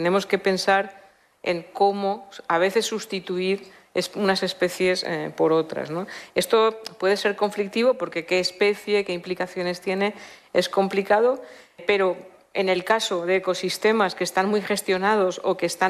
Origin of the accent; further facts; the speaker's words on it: Valencia, Valencian Community, Spain; como soy de Valencia